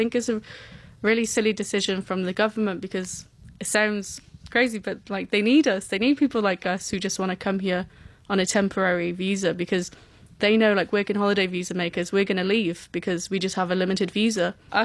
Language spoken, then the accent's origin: English; Wales, United Kingdom; now in Katherine, Australia; I'm originally from Wales in the UK. So I'm on my third year working holiday visa. And then at the moment I'm just working in Katherine on like a tourist park.